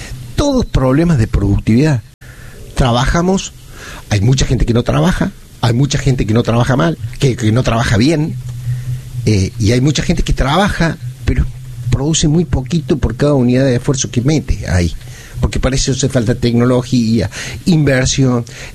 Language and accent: Spanish; Argentina